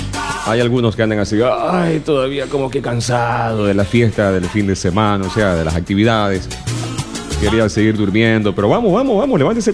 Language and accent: Spanish; Ecuador; porque no todos los ecuatorianos somos impuntuales